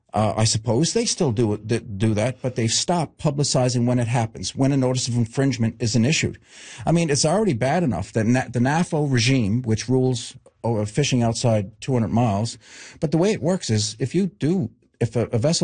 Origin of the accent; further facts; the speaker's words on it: Newfoundland and Labrador, Canada; I take it as a real affront as a Newfoundlander that moratorium was lifted.